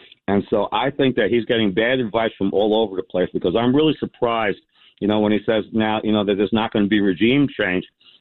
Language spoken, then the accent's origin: English; New York, United States; now in Pennsylvania, United States; Even though I live in Pennsylvania right now, I'm originally from New York, so.